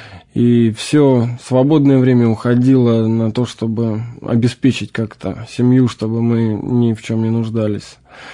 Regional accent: Nevskaya Dubrovka, Leningrad Oblast, Russia; мне 27 лет, я родился и вырос в Ленинградской области, 30 километров от Санкт-Петербурга, в небольшом поселке городского типа, назывался он Невская Дубровка и сейчас называется.

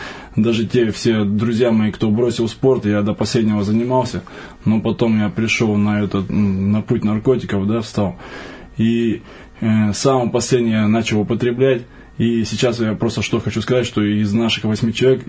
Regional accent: Surgut, Khanty-Mansi Autonomous Okrug, Russia; born there; now in Moscow, Russia; Ну, я родился в городе Сургуте, это Ханты-Мансийский автономный округ, в семье благополучной.

